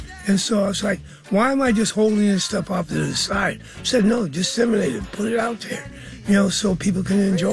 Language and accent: English; South Carolina, United States; You know, my mother was a school teacher and a gospel singer. I came from South Carolina.